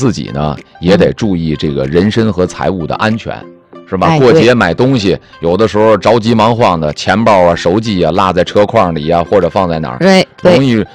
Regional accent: Tianjin, China; 咱们作为天津人

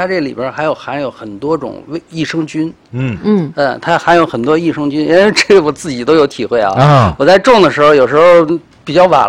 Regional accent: China; 我们华夏民族，我们中国人是华夏民族，其实来源于就是我们的是一个农耕民族

